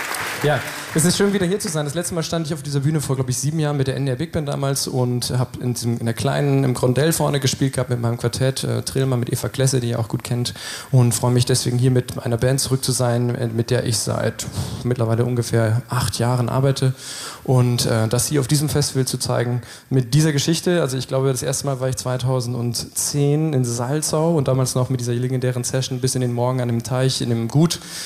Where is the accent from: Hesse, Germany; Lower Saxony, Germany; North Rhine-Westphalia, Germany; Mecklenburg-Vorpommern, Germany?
Lower Saxony, Germany; moved away; Ich komme aus der Lüneburger Heide, nicht zu weit weg von hier, schon 1,5 Stunden.